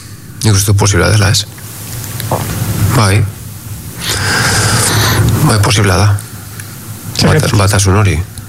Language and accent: Basque; Basque Country, Spain; nik esaten nuen beitu ni independentista naiz eta euskalduna naiz bakarrik eta gaur egun ez dut esaten.